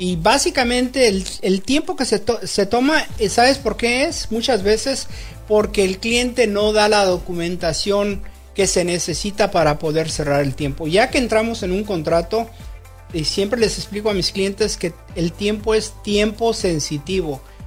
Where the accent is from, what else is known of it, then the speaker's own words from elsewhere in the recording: Mexico City, Mexico; Bueno, yo soy de una ciudad. Dicen que soy chilango